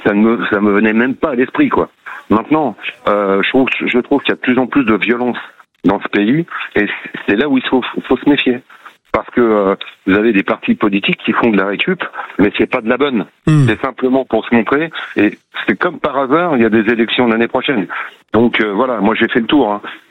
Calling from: Courson-les-Carrières, Bourgogne-Franche-Comté, France; Moi, je suis à côté d'Auxerre, je suis à Courson des Carrières.

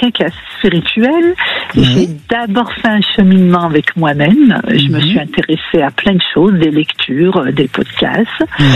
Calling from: Auvergne-Rhône-Alpes, France; de la région lyonnaise.

